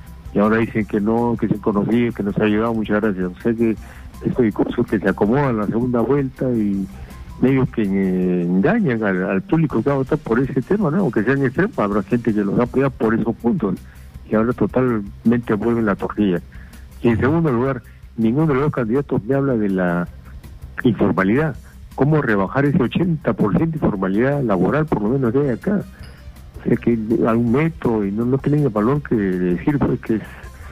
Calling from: Lima, Peru; de Zárate.

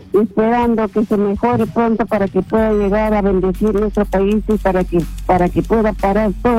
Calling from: Ica, Peru; Le estoy llamando de Ica.

